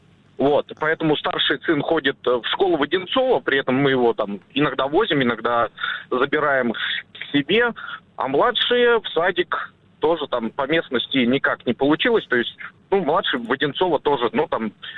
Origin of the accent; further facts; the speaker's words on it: Minsk, Belarus; moved away; Ну, я родом вообще из Беларуси.